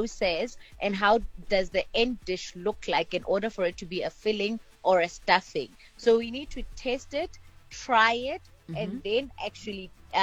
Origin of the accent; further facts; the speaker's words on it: Botswana; moved away; I'm originally from Botswana